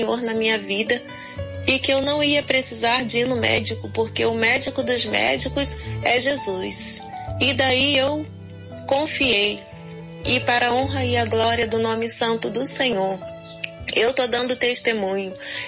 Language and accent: Portuguese; Paraná, Brazil; eu sou aqui do Paraná.